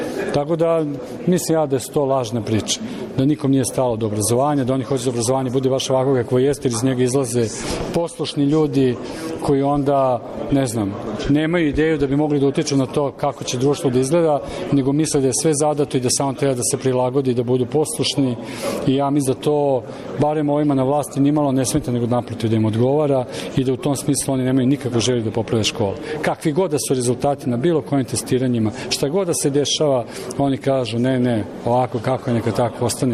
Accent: Belgrade, Serbia; Dolazim iz Beograda.

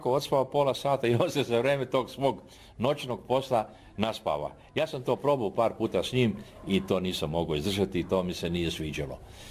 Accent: Karlovac, Karlovac County, Croatia; ja sam odrastao u Karlovcu

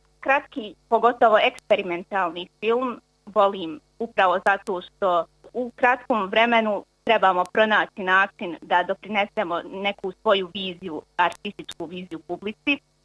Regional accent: Srebrenica, Republika Srpska, Bosnia & Herzegovina; Dolazim i ja iz Srebrenice, moja porodica je iz Srebrenice.

